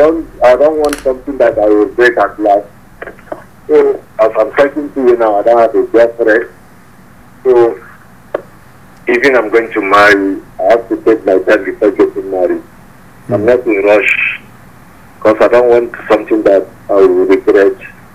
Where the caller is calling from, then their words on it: Sweden; I'm calling from Sweden